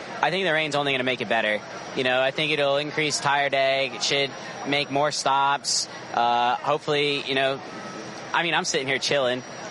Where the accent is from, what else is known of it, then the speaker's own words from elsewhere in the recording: Woodbury, Connecticut, United States; growing up in Connecticut, there are so many good roads to choose from. I mean, you just take off any side street, especially where I lived in Woodbury.